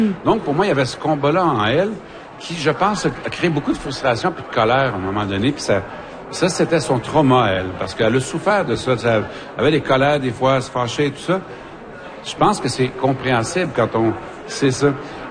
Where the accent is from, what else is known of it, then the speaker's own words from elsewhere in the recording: Alma, Quebec, Canada; C'est ma région natale. Oui, c'est ça. Mais... Alma, c'est ma ville natale aussi.